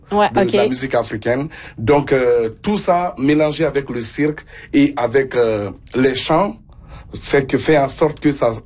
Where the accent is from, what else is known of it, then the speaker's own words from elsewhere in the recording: Guinea; now in ?; Donc, comme vous le savez, on est d'origine de la Guinée.